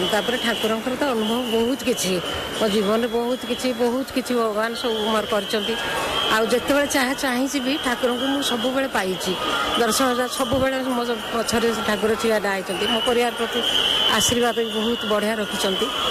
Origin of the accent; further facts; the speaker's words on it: Bhubaneswar, Odisha, India; ମୁଁ ଭୁବନେଶ୍ୱରରୁ ଆସିଛି।